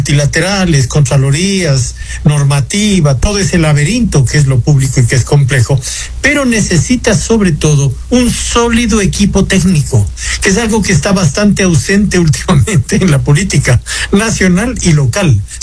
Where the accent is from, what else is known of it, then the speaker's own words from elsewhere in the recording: Ecuador; eso a mí me parece tremendamente triste como ecuatoriano.